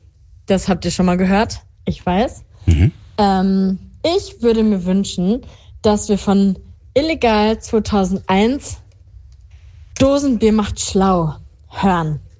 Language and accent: German; Lünen, North Rhine-Westphalia, Germany; now in Dösitz, Germany; gebürtig aus Lünen bei Dortmund in NRW.